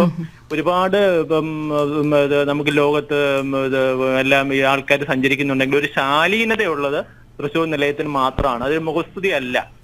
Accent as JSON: {"language": "Malayalam", "town": "Thiruvananthapuram", "region": "Kerala", "country": "India", "tie": "born or raised there", "also_born_or_lived": "Thrissur", "lives_now": "Poovar, India", "said": "കാരണം എന്റെ ചെറുപ്പകാലത്ത്, വളരെ കുട്ടിക്കാലത്ത്, ഈ തിരുവനന്തപുരത്ത് ഇരുന്ന് എന്നെ വാൽവ് റേഡിയോയിൽ തൃശ്ശൂർ നിലയം കേട്ടിട്ടുണ്ട്."}